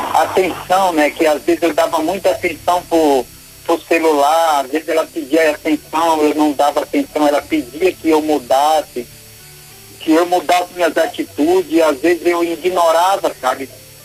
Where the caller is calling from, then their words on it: Joinville, Santa Catarina, Brazil; Eu sou de Joinville, Santa Catarina